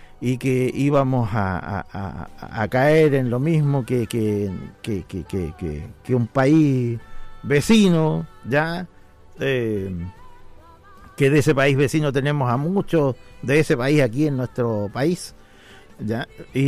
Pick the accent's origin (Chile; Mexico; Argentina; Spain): Chile; O sea, debe preocuparnos como ciudadanos chilenos, debe preocuparnos.